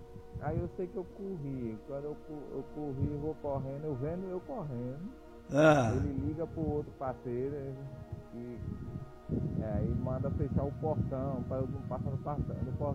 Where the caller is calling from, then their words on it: Bahia, Brazil; Eu tive um sonho, eu sou aqui da Bahia.